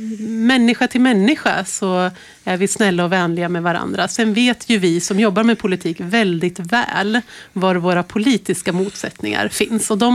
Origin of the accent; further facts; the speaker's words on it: Frövi, Örebro County, Sweden; Jag är ju uppvuxen i en annan kommun, jag är uppvuxen i Lindesbergs kommun, i Frövi.